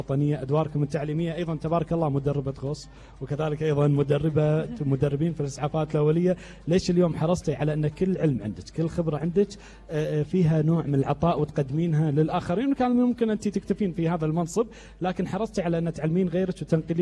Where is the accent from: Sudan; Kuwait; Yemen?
Kuwait